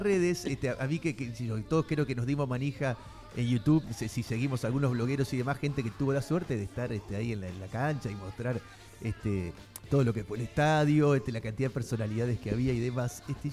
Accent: Argentina

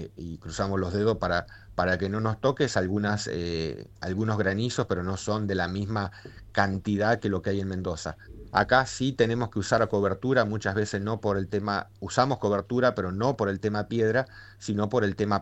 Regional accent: Germany; como buen alemán cabeza dura, lo quiero.

